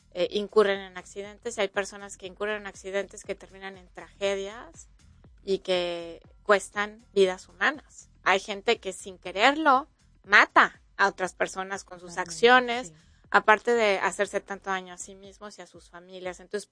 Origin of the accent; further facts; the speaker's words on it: Mexico; sintámonos también muy orgullosos como mexicanos.